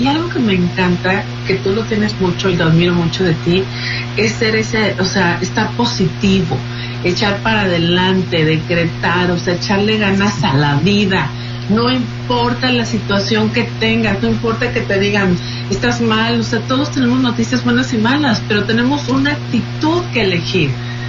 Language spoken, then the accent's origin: Spanish; Mexico; decidí venirla a presentar a México, pues porque soy mexicana